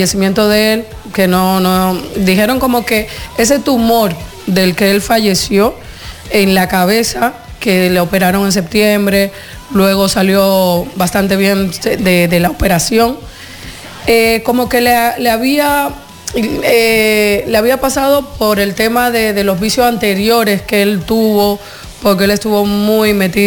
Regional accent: Dominican Republic; moved away; de mi tierra, de República Dominicana.

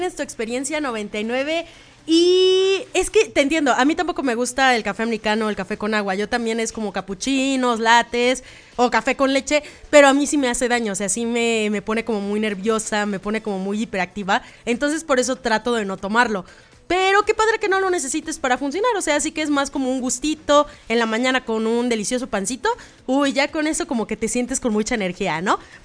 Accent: Mexico; las raíces que tenemos como mexicanos

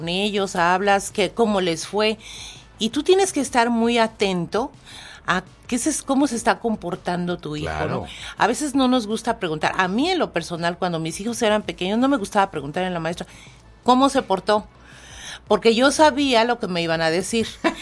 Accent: Mexico; Eso nos caracterizaba como mexicanos.

